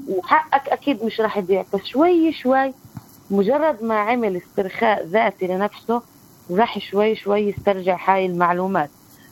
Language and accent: Arabic; West Bank, Palestine